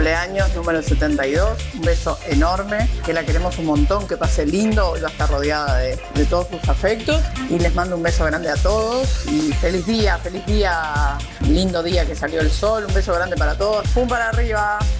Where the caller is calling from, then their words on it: Montevideo, Uruguay; la Blanqueada